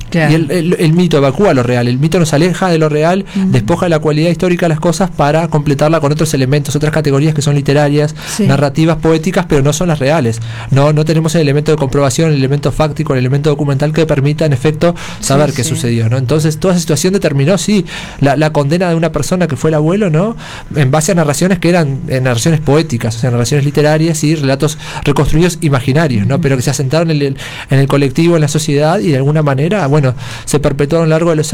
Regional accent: Montevideo, Uruguay; de Montevideo, del barrio del Prado.

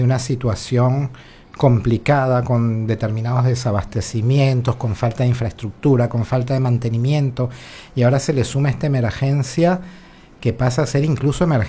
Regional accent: La Guaira, Venezuela; now in Uruguay; Y bueno, yo crecí en La Guaira, estudié en La Guaira, tengo muchos amigos muy queridos, hermanos de la vida allí

